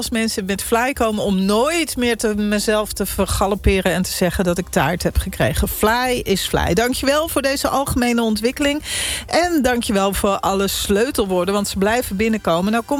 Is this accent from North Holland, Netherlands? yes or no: yes; Wormerveer, North Holland, Netherlands; Och, ja, ik ben nog opgegroeid in Wormerveer aan de andere kant van het water.